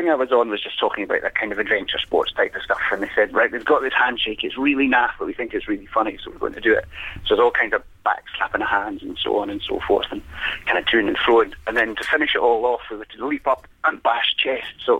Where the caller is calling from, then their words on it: Galashiels, Scotland, United Kingdom; It's just outside Galashiels in the middle of nowhere on a farm.